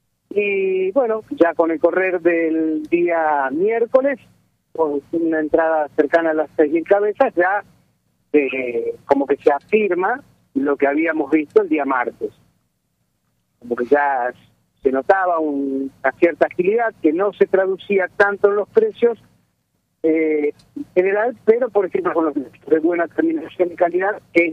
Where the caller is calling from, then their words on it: Argentina; Somos los argentinos